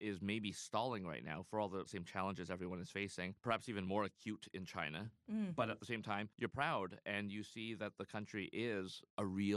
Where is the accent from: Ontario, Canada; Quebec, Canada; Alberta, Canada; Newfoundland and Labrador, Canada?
Ontario, Canada; Toronto; moved away; I'm Chinese-Canadian. I was born in Toronto, but, you know, I come from a Chinese family, Hong Kong family.